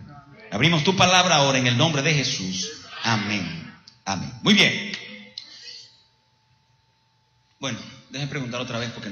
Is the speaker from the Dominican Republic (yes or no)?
yes; Dominican Republic; Yo soy dominicano.